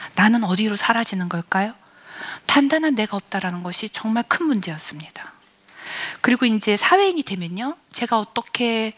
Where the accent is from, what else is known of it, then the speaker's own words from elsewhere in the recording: Gongju, South Chungcheong, South Korea; born there; 저는 충남 공주에 있는 어떤 연탄집 새빵에서 태어났습니다.